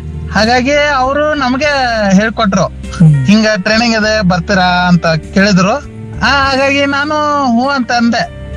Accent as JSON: {"language": "Kannada", "area": "Belagavi district", "region": "Karnataka", "country": "India", "tie": "born or raised there", "said": "ನಾವು ಬೆಳಗಾವಿ ಜಿಲ್ಲೆಯದವರು."}